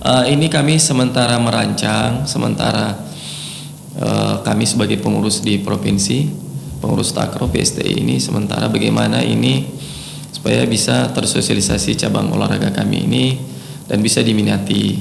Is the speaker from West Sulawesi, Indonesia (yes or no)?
yes; West Sulawesi, Indonesia; bahwa memang kita ini asli Sulawesi Barat. Kita tidak mentransfer atlet dari luar atau dari mana, kita betul-betul orang asli Sulawesi Barat.